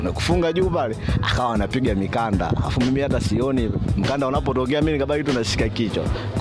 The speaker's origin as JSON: {"language": "Swahili", "town": "Same", "region": "Kilimanjaro", "country": "Tanzania", "said": "natokea Same Tema."}